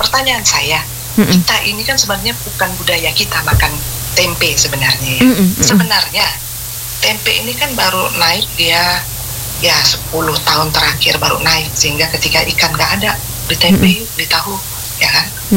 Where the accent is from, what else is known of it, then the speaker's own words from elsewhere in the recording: Flores, East Nusa Tenggara, Indonesia; kita orang Flores